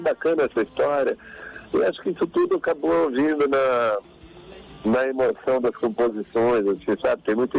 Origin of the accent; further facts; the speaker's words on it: Maranhão, Brazil; Porque ele é do interior da Bahia, sou do interior do Maranhão.